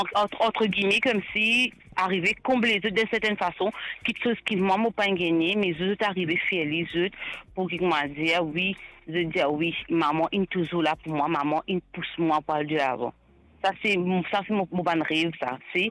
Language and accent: French; Rodrigues, Mauritius; moved away; moi, je viens de Rodrigue